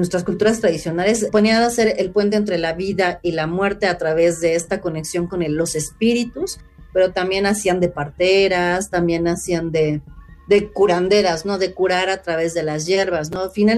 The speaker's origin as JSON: {"language": "Spanish", "country": "Mexico", "said": "nosotros mismos como mexicanos conozcamos un poquito más de nuestra cultura"}